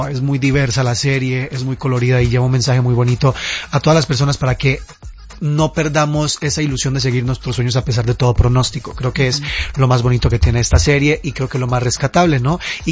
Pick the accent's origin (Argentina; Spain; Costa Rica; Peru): Costa Rica; moved away; Yo soy de Costa Rica, tuve que dejar mi país para venir a estudiar y para venir a dedicarme a lo que me gusta acá.